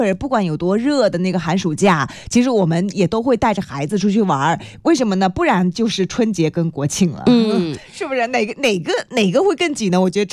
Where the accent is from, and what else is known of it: Fuzhou, Fujian, China